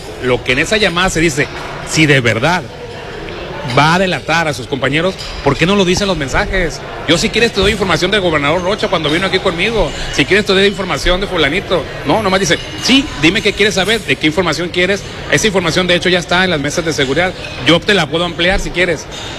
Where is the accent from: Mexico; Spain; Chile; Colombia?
Mexico